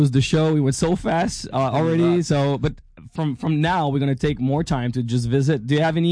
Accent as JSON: {"language": "English", "town": "Quebec City", "region": "Quebec", "country": "Canada", "said": "We're from Quebec City, actually."}